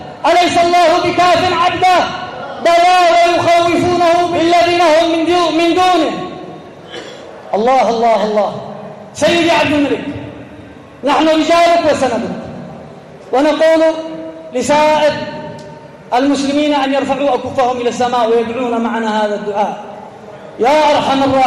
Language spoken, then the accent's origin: Arabic; Taiz, Taiz Governorate, Yemen; نحن أبناء تعز هنا رأيناك أبا شفيقا